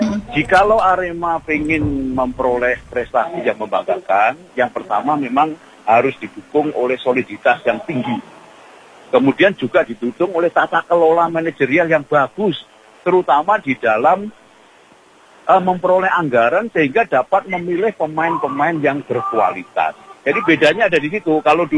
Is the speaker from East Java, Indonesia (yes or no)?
yes; Malang, East Java, Indonesia; saya sebagai warga Malang juga merasakan.